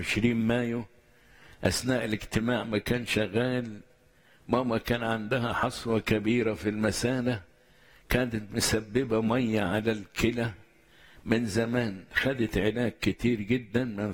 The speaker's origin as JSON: {"language": "Arabic", "country": "Jordan", "said": "من الأردن."}